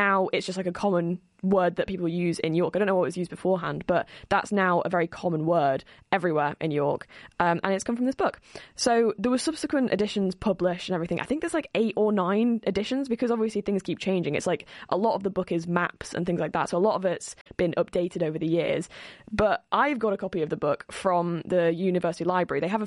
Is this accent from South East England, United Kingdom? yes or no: no; Sheffield, Yorkshire and the Humber, United Kingdom; I personally say genel. I'm from Sheffield and I say genel. I don't know whether that's what most Sheffielders call it